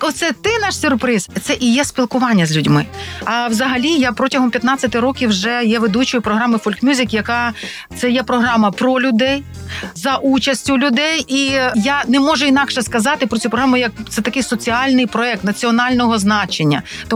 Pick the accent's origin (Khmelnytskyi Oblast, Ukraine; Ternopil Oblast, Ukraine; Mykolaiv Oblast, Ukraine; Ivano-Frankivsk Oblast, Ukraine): Ternopil Oblast, Ukraine; Ternopil; born there; я народилася в Тернополі, захід України.